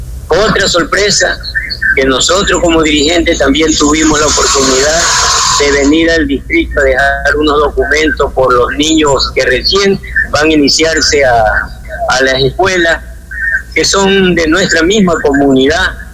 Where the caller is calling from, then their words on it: Santa Elena, Ecuador; Yo soy de Bambil Desecho.